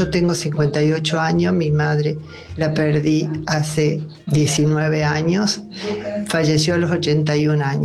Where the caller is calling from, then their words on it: Córdoba, Argentina; Soy de Córdoba, un cativo.